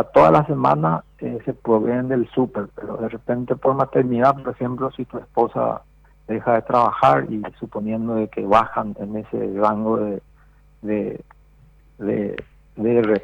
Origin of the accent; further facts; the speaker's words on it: Paraguay; me anoto como paraguayo, como profesional